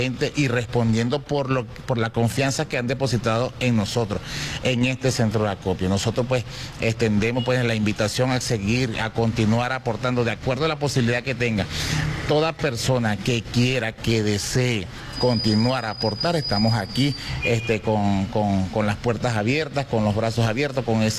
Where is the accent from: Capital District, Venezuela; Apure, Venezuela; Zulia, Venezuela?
Apure, Venezuela; Guasdualito; lo que nosotros pues somos, la gente de Guajolito.